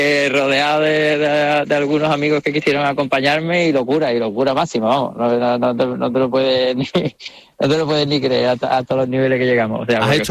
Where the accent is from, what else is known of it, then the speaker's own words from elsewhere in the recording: Canary Islands, Spain; born there; yo nací en Gran Canaria por circunstancias laborales de mi padre.